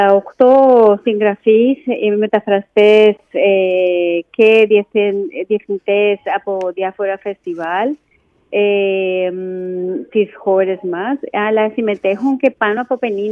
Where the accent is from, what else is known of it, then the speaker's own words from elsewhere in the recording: Colombia; moved away; Εγώ είμαι από την Κολομβία.